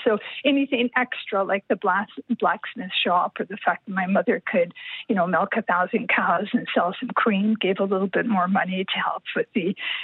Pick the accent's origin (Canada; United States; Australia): Canada; Maybridge, Saskatchewan; also born or lived in Kamsack, Saskatchewan; they lived in this small community called Maybridge, Saskatchewan, which is, oh, it's about 9 miles northwest of Erin, near the Manitoba border. So that's where I was born and raised. I lived there till I was like six or maybe seven.